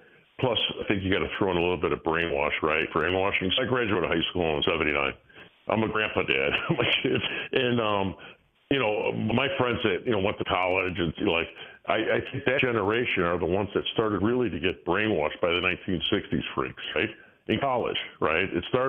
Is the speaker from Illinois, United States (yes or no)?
yes; Chicago, Illinois, United States; We sent all manufacturing to China when I was growing up in Chicago, manufacturing.